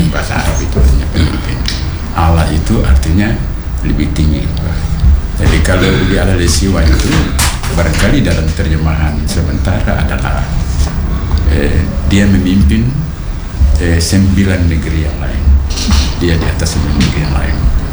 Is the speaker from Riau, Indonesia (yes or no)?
no; Maluku, Indonesia; di kampung saya di Ureng